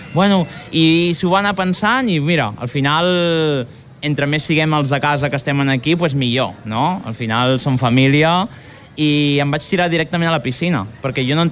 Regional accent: Catalonia, Spain; born there; nosaltres som catalans, vull dir, nosaltres hem nascut aquí i tot.

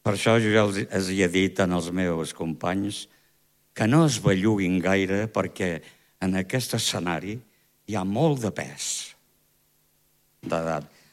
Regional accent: Palafrugell, Catalonia, Spain; born there; also born or lived in Canillas de Albaida, Málaga; Tinc fa poc que he fet 80 anys i 75 anys visquent aquí, en aquest poble de Palafrugell, donen per molt. Soc natural de Canillas de Albaida, el poble més bonic de Màlaga.

